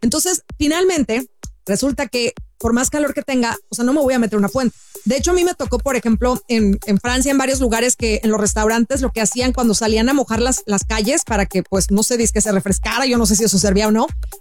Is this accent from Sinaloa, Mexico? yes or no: yes; Sinaloa, Mexico; peor que mi zona de donde yo estoy, de Sinaloa, que también siempre es caliente.